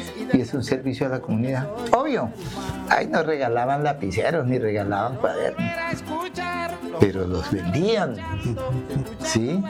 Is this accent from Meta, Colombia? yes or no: yes; Meta, Colombia; born there; now in Arauca, Colombia; Yo no soy araucano. Yo nací en el Meta y llegué a Arauca el 20 de enero de 1964.